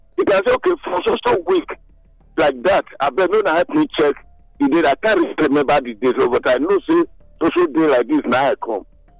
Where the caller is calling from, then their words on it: Benin City, Edo, Nigeria; I'm calling from Azaba, Benin City.